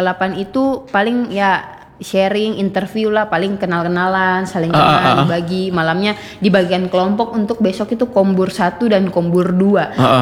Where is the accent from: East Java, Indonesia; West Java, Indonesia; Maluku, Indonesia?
Maluku, Indonesia; Tual; Pas aku bilang, aku dari Tual. Tual tuh di mana?